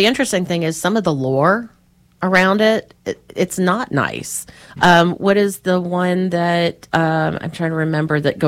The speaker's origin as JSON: {"language": "English", "region": "Kentucky", "country": "United States", "said": "I'm from Kentucky."}